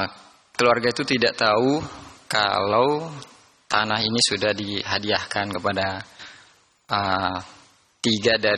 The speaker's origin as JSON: {"language": "Indonesian", "town": "Depok", "region": "West Java", "country": "Indonesia", "said": "saya dari Depok."}